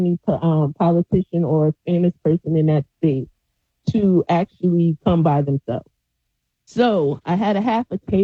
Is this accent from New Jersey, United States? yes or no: yes; Asbury Park, New Jersey, United States; I'm from Asbury Park.